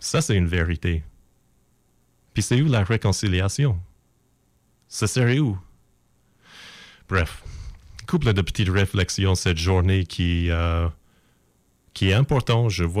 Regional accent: Alberta, Canada; now in Quebec City, Canada; Personnellement, j'ai grandi en Alberta.

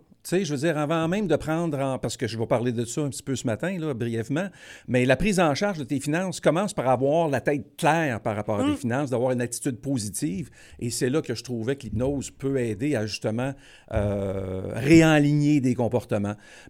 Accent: Quebec, Canada; il faut que je m'en retourne chez nous, au Québec.

